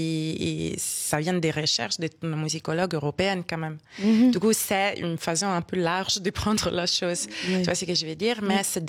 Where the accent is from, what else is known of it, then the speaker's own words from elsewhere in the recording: Rome, Lazio, Italy; French is a second language; moved away; je suis née à Rome et j'ai vécu toute ma vie avec ma famille italienne. J'ai fait mes écoles là-bas, je parle italienne.